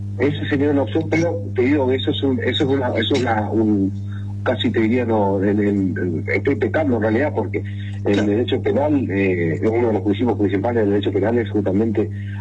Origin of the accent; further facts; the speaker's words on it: Argentina; somos todos los argentinos